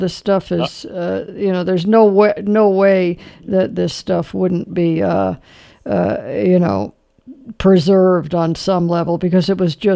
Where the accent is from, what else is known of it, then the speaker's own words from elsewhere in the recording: Los Angeles, California, United States; born there; I was. I was born in Los Angeles at Temple Hospital.